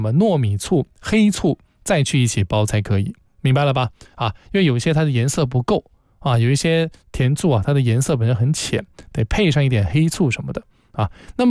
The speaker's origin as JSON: {"language": "Chinese", "region": "Guangdong", "country": "China", "said": "这些呢都是我们老广啊煲猪脚姜的这个优选"}